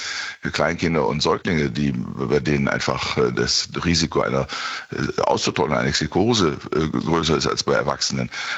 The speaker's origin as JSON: {"language": "German", "town": "Bielefeld", "region": "North Rhine-Westphalia", "country": "Germany", "tie": "born or raised there"}